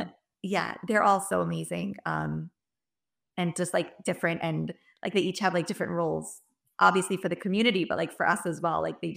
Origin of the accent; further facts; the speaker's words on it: Miami, Florida, United States; now in Birmingham, United States; I'm from Miami and Corey is from Toronto. So thank God, both large Jewish communities.